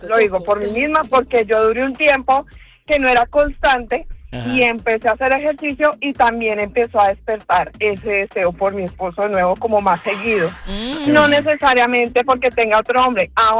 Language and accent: Spanish; Colombia